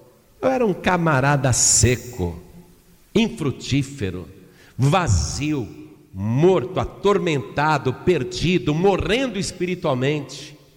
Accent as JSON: {"language": "Portuguese", "country": "Brazil"}